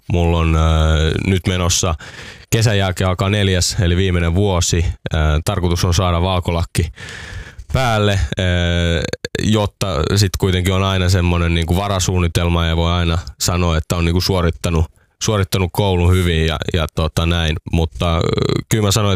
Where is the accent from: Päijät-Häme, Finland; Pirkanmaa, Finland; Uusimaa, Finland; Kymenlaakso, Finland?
Uusimaa, Finland; Porvoo; nyt mä oon Porvoosta kotosin